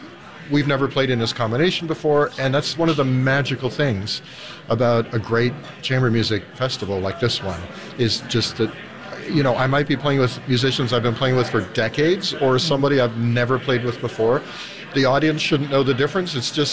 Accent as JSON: {"language": "English", "town": "Vancouver", "region": "British Columbia", "country": "Canada", "tie": "born or raised there", "said": "Now, I grew up in Vancouver, so we listened to CBC radio, right?"}